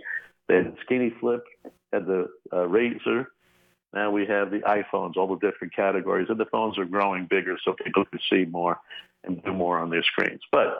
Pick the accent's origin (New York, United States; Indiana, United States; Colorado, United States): New York, United States; Brentwood; also born or lived in San Antonio, Texas; I was born in San Antonio, Texas, when my father was in the service and lived there on Randolph Air Force Base for a year. Then back to my parents' roots in New York.